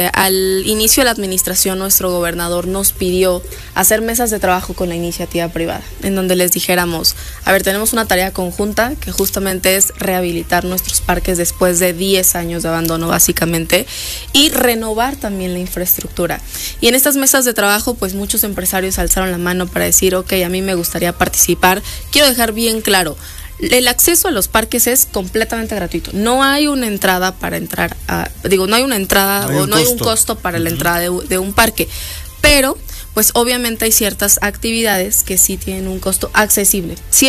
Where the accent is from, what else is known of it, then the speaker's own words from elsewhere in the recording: Puebla, Mexico; nosotros somos empresarios poblanos